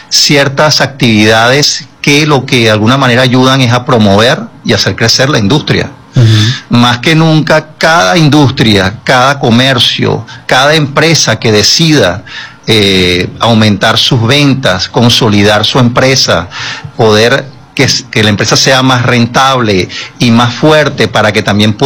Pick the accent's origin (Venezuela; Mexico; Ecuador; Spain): Venezuela; Y como venezolano, sin duda alguna, pues hacer lo mejor de nosotros, aportar y poner un granito de arena todos los días en nuestro trabajo.